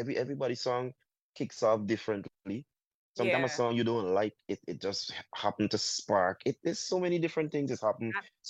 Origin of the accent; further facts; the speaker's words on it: Guyana; I'm happy I'm from Guyana